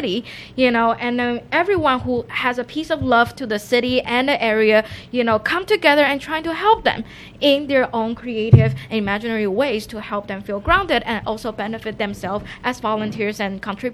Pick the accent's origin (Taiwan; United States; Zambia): Taiwan; English is a second language; I'm from Taiwan, and in Taiwan we don't know much about refugee, but we're big on education